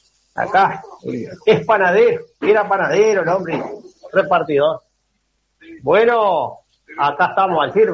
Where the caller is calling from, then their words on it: 25 de Agosto, Florida, Uruguay; 25 de agosto.